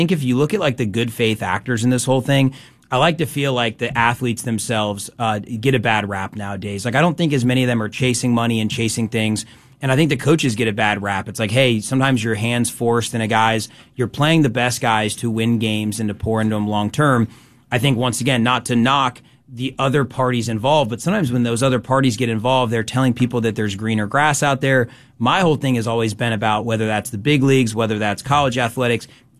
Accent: Atlanta, Georgia, United States; growing up in Atlanta

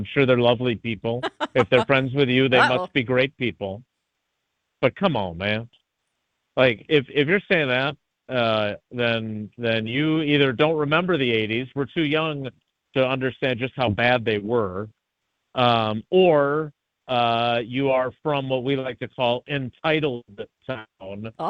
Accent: Milwaukee, Wisconsin, United States; having grown up in Milwaukee

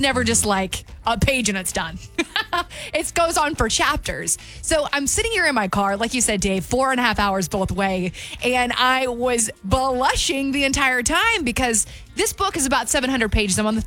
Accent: the South, United States; and being a Southerner, I was like, I'm all the way out.

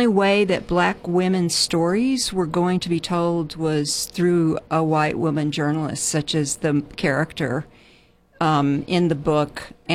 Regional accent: the South, United States; I immediately got engaged with because I grew up in the South.

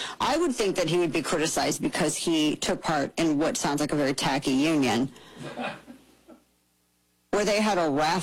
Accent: Ozark, United States; but I'm from Ozark.

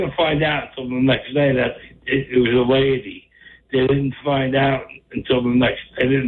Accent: New Jersey, United States; I grew up in Jersey, and we went to the Delaware River all the time growing up, and we went tubing down the Delaware all the time. I'm 60. I'm going to be 64 next month.

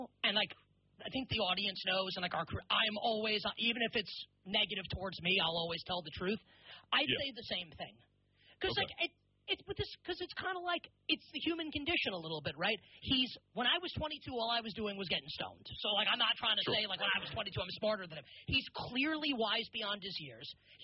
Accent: New York, United States; Also, I'm a New Yorker saying that, so take it for what it's worth.

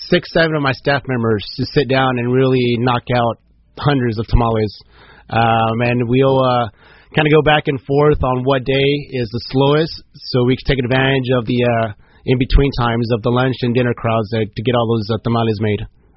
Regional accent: Jalisco, Mexico; moved away; I'm from Jalisco

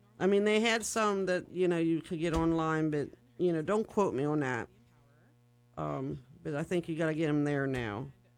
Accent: Pennsylvania, United States; Well, see, I'm originally from Pennsylvania, so I don't say.

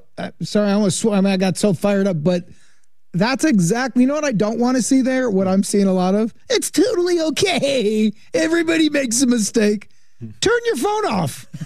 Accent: Evanston, Illinois, United States; also born or lived in Lincoln Park; From Evanston. Okay. Then in the end, Lincoln Park.

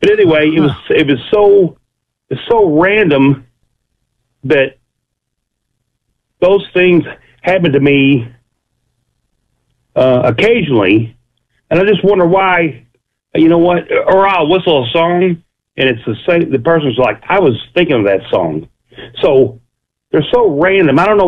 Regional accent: Louisville, Kentucky, United States; Yes, sir. I'm from Louisville, Kentucky, and you know what?

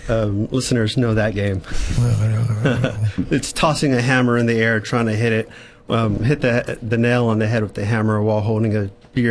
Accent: Hawaii, United States; now in San Luis Obispo, United States; I've now lived in SLO longer than where I grew up in Hawaii.

